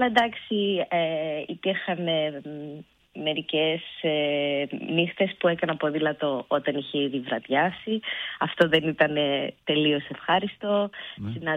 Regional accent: Greece; moved away; also born or lived in Litochoro / Denmark; Ενώ κατάγομαι από Τρικαλαμαθίας και από το Λεμαίδα, θεωρώ το Λιτόχωρο το χωριό μου.

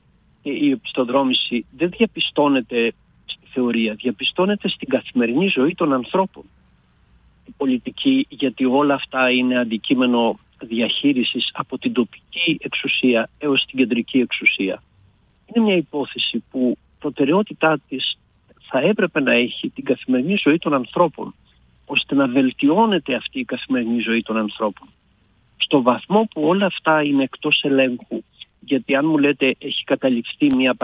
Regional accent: Peloponnese, Greece; Στα Κύθηρα, είμαι στο χωριό μου απέναντι από τα Κύθηρα που βρέθηκα χθες και θα φύγω το απόγευμα.

